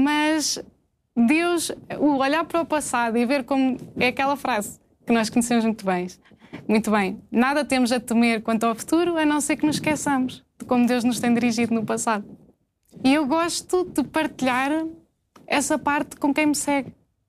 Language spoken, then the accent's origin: Portuguese; Serpins, Coimbra, Portugal; Nasci na maternidade em Coimbra.